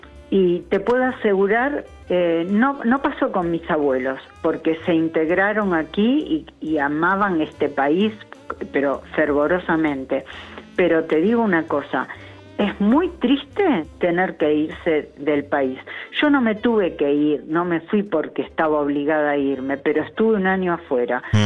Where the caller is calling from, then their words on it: Argentina; donde yo nací, los únicos argentinos eran mis padres. Todos los demás eran europeos.